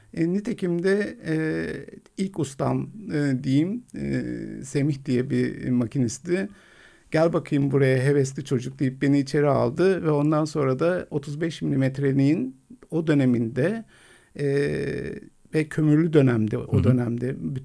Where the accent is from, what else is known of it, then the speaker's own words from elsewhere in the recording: Istanbul, Turkey; Şimdi çocukluğum Üsküdar ve Moda arasında geçti. Kadıköy ve Üsküdar arasında geçtiği için